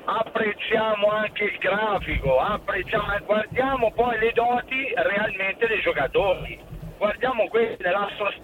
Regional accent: Tuscany, Italy; Allora, parlando da toscano, sicuramente le cose lasciano un po' il tempo che trovano

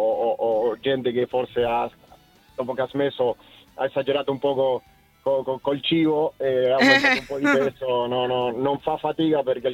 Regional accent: Argentina; now in Italy; Io da argentino

